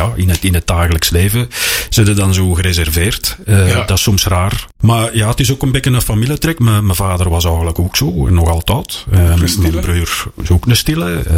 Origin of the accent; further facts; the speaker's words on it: Heist-op-den-Berg, Flanders, Belgium; born there; also born or lived in Mechelen; Ik ben in 66 hier in Mechelen geboren. Mijn broer 2 jaar voor mij. En dan, ja, mijn ouders die zijn dan verhoost naar Est op den Berg.